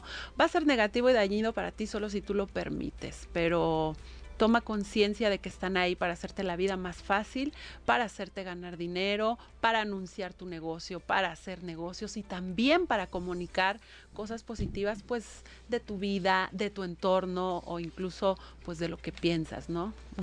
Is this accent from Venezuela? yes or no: no; San Marcos, Guerrero, Mexico; also born or lived in Acapulco; yo soy originaria de nací en Acapulco, pero crecí en San Marcos, ¿no? Que está muy cerca de aquí